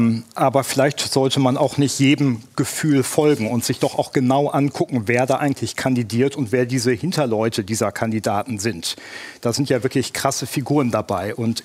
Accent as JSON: {"language": "German", "country": "Germany", "said": "wir müssen manchmal als Deutsche uns auch ein bisschen das größere Bild angucken."}